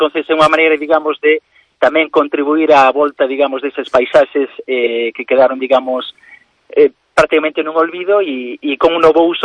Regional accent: Galicia, Spain; pois como pobo galego, que autentifiquemos cada produto que poñemos no mercado con ese valor do deseño, sobre todo pois con esa etiqueta de deseño galego.

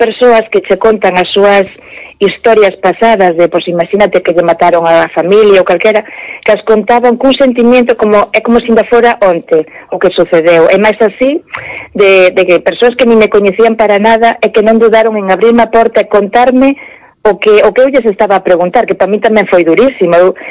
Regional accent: Piñor, Galicia, Spain; de Barrán, de Piñor, que é donde son eu

